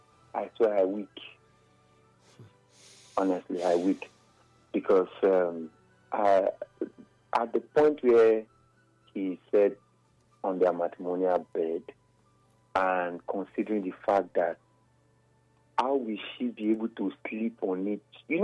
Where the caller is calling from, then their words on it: Mopa, Nigeria; I'm calling from Mopa.